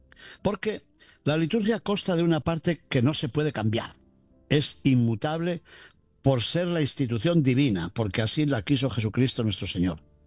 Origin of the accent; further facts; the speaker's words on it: Spain; moved away; en mi tierra de España, en Toledo